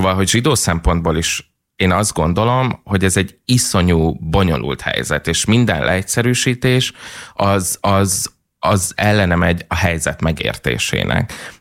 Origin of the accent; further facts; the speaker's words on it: Hungary; magyarként